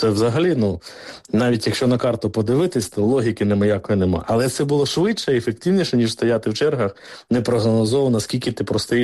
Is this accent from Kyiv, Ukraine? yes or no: no; Kherson, Kherson Oblast, Ukraine; ні в моєму рідному Херсоні